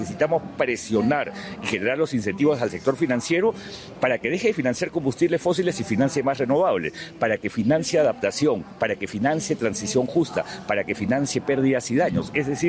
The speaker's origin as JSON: {"language": "Spanish", "country": "Colombia"}